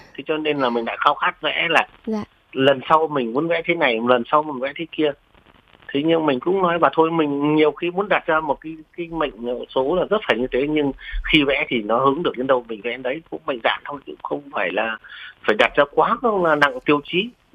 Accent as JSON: {"language": "Vietnamese", "town": "Vinh Tuong", "region": "Vĩnh Phúc", "country": "Vietnam", "tie": "born or raised there", "said": "Quê tôi sinh ra lớn lên ở Phủ Vĩnh Tường mà, thế là cũng thành công."}